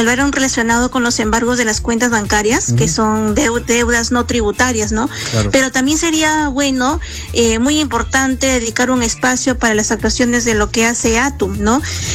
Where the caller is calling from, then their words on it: Lima, Peru; de San Martín de Porres.